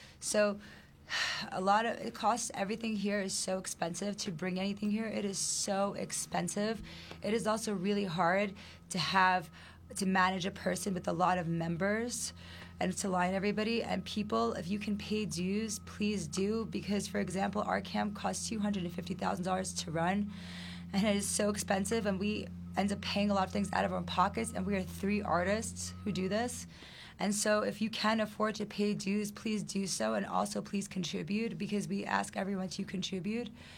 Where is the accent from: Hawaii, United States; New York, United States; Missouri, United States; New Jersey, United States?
New York, United States; I'm from New York.